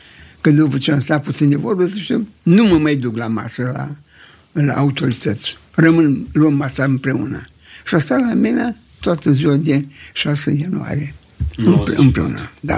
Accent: Romania; Eu sunt român și român rămân.

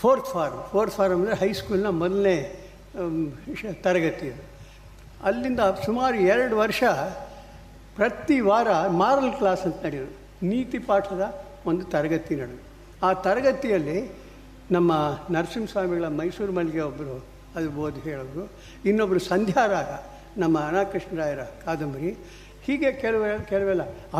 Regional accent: Karnataka, India; ನಮ್ಮ ಹಳೆ ಮೈಸೂರಿನ ಸಪ್ಪೆ ಅಡುಗೆಗೆ

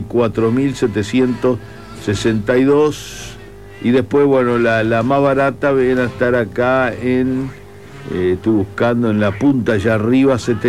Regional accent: Uruguay

